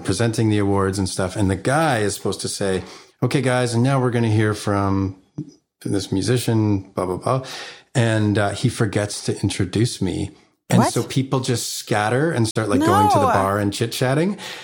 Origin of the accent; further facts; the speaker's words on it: Vancouver, British Columbia, Canada; I'm from Vancouver